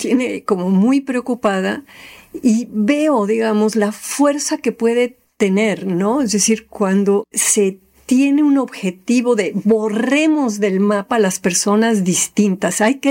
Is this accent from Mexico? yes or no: yes; Mexico; Siendo mexicana